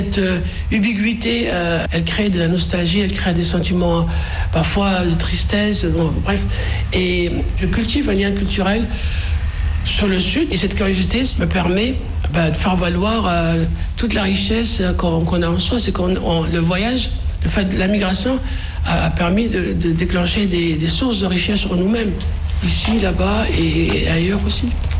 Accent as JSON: {"language": "French", "town": "Skikda", "region": "Skikda Province", "country": "Algeria", "tie": "born there"}